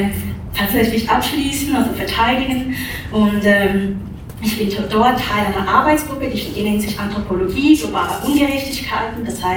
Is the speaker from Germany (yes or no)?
no; Zurich, Switzerland; ich bin aus Zürich, ich bin im Zürcher Unterland aufgewachsen, in der Nähe von Winterthur tatsächlich